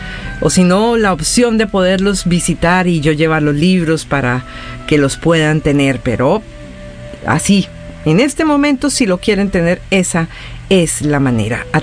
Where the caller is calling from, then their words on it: Córdoba, Argentina; de Córdoba, capital argentina. Escucho el programa a la noche a través de Radio Amistad 96.9 FM.